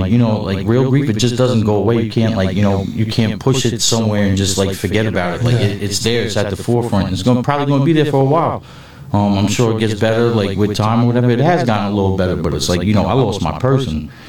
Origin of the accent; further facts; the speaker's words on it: Middle Island, New York, United States; I'm from Cornwall. I'm from the Rock. I'm from Middle Island. I'm from Artist Lake. I'm that whole area. That's me.